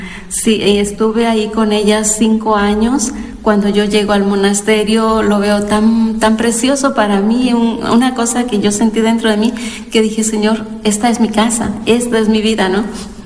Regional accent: Mexico; moved away as an adult; now in Montijo, Spain

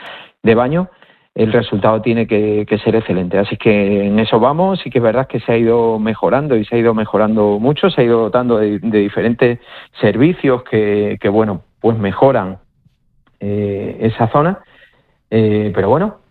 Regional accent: Moraleja, Extremadura, Spain; cuando hablo de Moraleja, siempre me gusta hablar de mi comarca, de la Sierra de Gata, somos 19 pueblos que estamos sufriendo muy mucho la despoblación.

